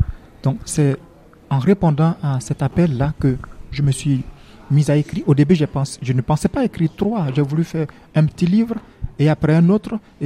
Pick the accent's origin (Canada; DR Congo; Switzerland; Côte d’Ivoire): Côte d’Ivoire; now in Bétharram, France; religieux prêtre du Sacré-Cœur de Jésus de Bétaram. Je suis ivoirien d'origine et en mission actuellement en France